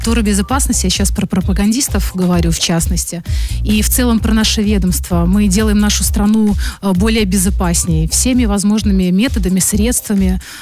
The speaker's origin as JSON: {"language": "Russian", "town": "Liozno", "region": "Vitebsk Region", "country": "Belarus", "tie": "born or raised there", "said": "и вот в то время это было Лиозно, оттуда я начинала свою трудовую деятельность, это моя малая родина."}